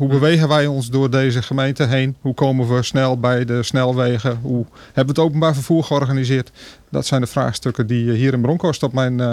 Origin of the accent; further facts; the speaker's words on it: Leeuwarden, Friesland, Netherlands; moved away as an adult; also born or lived in Arnhem; now in Brummen, Netherlands; ik ben in 1976, dus het is een kroonjaar. Geboren in Leeuwarden en ook getogen in Leeuwarden. Ik heb daar heel wat voetsporen liggen. Ik heb daar bestuurskunde gestudeerd na de middelbare school. En daarna eigenlijk uitgewaaid. En ik heb lang in Arnhem gewoond.